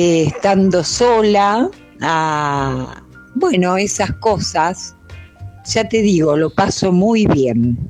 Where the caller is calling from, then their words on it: Palermo, Buenos Aires, Argentina; de Palermo.